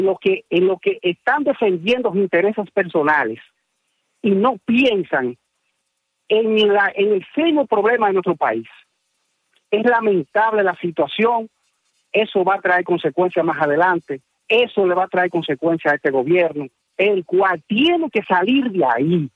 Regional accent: Dominican Republic; moved away; nuestra soberanía como dominicanos que somos

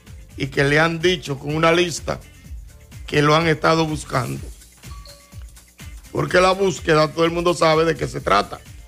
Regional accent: Moca, Espaillat, Dominican Republic; pues déjame darle fuerza al asunto que soy de Moca.

